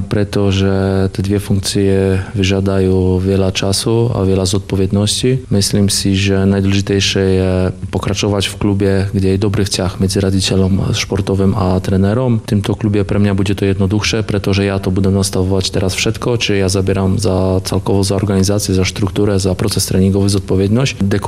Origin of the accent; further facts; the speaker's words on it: Wieliczka, Lesser Poland, Poland; Slovak is a second language; Som rodákom z Veličky, bývam v Veličce, manželkom aj mám dvoch synov